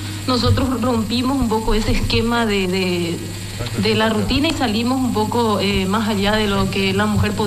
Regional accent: Chaco, Paraguay; porque somos chaqueños

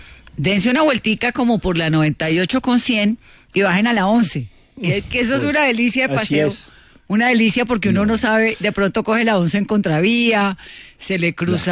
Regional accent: Cali, Valle del Cauca, Colombia; Si me da a mí, que soy caleña.

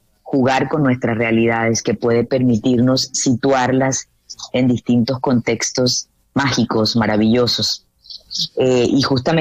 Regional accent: Caribbean Region, Colombia; Yo soy del Caribe colombiano y crecí en una familia en donde me contaban historias fantásticas sobre brujas y sobre personas que leían el café.

